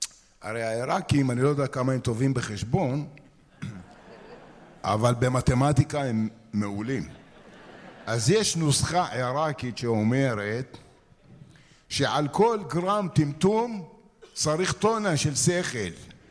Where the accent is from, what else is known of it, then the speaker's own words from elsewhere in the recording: Bnei Brak, Tel Aviv District, Israel; גדלנו בפרדס קץ. העירייה שלנו הייתה עיריית בני ברק. זה היה שטייטל פולני, ואנחנו גטו בתוך השטייטל הזה.